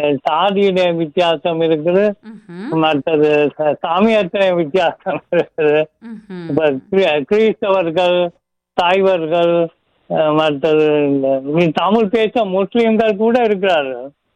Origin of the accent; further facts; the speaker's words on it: Inuvil, Northern Province, Sri Lanka; now in Canada; நாங்கள் இந்த யாழ்ப்பாண டவுனுக்கிட்ட, நீங்க டவுனுக்குள்ள நாங்கள் இன்னுவில்.